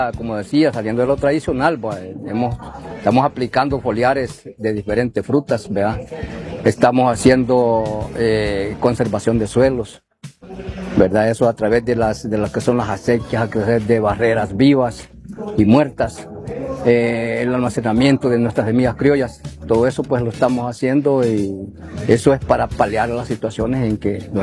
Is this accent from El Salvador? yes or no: yes; Tecapán, Usulután, El Salvador; vengo de Cantón Gualache, municipio de Tecapán.